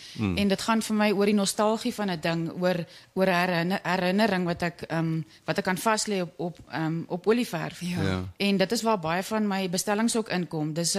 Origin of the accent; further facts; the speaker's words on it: Kroonstad, Free State, South Africa; moved away as an adult; also born or lived in England; now in Willowmore, South Africa; Ek kom oorspronklik van die Vrystaat af. Ek op Kroonstad op 'n plaas groot geword en ek is toe later nadat ek kuns geswat het en in 'n kantoor gewerk het in die Oos-Vrystaat het ek Engeland toe gegaan